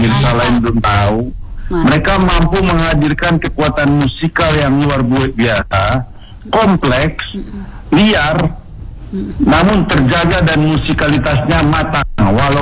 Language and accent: Indonesian; Tangerang, Banten, Indonesia; saya orang Banten, saya bukan orang Jakarta, orang Jakarta pinggiran